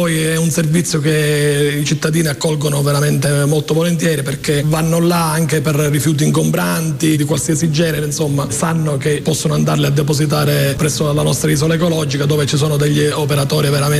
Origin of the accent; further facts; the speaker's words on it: Caccamo, Sicily, Italy; il mio paese, che ovviamente sono molto molto orgoglioso di questo paese.